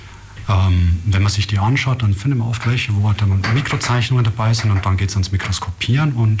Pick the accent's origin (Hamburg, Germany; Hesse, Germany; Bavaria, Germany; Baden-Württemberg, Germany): Bavaria, Germany; einmal so als Kind, ich stamme ursprünglich aus Ostbayern, da ist wie gefühlt jeder in die Pilze gegangen